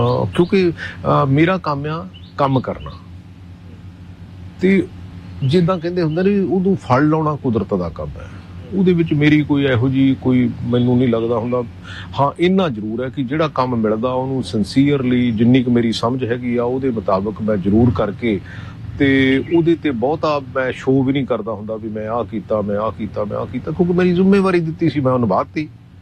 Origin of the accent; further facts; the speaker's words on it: Punjab, India; ਪੰਜਾਬੀ ਵੀ feel proud ਕਿ ਹਾਂ ਵੀ ਅਸੀਂ ਪੰਜਾਬੀ ਹਾਂ